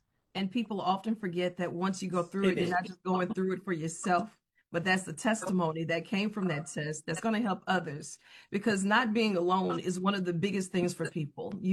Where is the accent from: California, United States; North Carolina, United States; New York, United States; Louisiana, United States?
Louisiana, United States; Louisiana, deep down south. Come on down here and visit us soon.